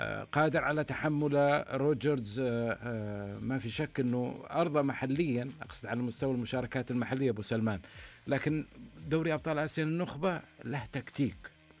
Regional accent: Saudi Arabia; ونتمنى نحن جميعا الحقيقة كسعوديين

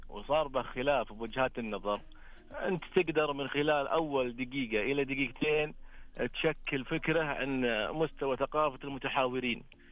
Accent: Al-Jawf, Saudi Arabia; من الجوف.

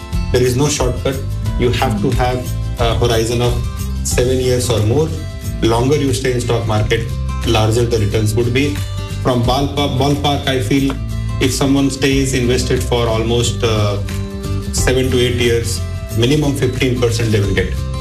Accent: Mumbai, Maharashtra, India; I'm from Mumbai in India.

